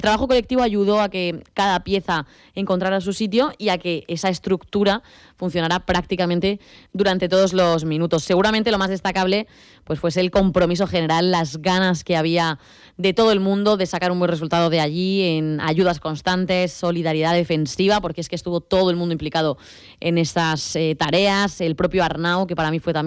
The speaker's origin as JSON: {"language": "Spanish", "region": "Andalusia", "country": "Spain", "said": "de que somos andaluces"}